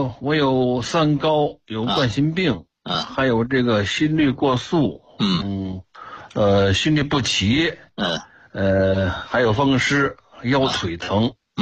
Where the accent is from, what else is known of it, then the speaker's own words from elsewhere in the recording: Hebei, China; 哦，我是河北的。